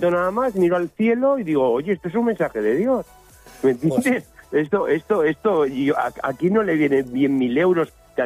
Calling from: Pamplona, Navarre, Spain; Un besito desde Pamplona y Iruña, y que estéis invitados a mis fiestas y a mi tierra.

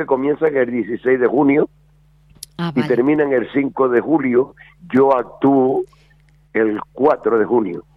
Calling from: Las Palmas de Gran Canaria, Canary Islands, Spain; Porque yo vivo en Los Giles

